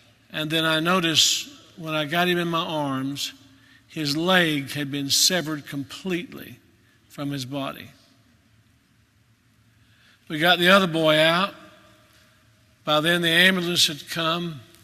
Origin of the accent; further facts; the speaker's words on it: Maryville, Tennessee, United States; Maryville, Tennessee, my hometown.